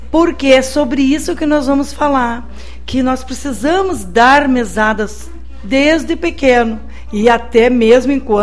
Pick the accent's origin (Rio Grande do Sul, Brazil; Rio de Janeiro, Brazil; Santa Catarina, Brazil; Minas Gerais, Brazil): Rio Grande do Sul, Brazil; Taquari; moved away as an adult; also born or lived in Porto Alegre; now in Ivoti, Brazil; Eu sou de Taquari.